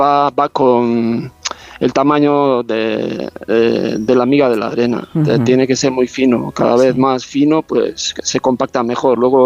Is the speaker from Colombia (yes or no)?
no; Azpeitia, Basque Country, Spain; Como soy del País Vasco, de Gipuzkoa, sí. Azpeitia, pues yo conozco bastante las playas de alrededor, como la de Zumaya, Itzurun, por ejemplo.